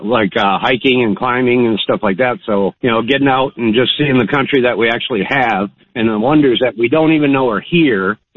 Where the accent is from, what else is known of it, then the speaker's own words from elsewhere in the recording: Nova Scotia, Canada; moved away; No, I'm originally from Nova Scotia.